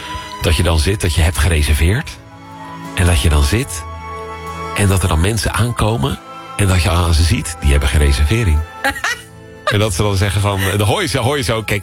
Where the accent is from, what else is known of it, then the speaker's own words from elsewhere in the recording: Netherlands; als Nederlanders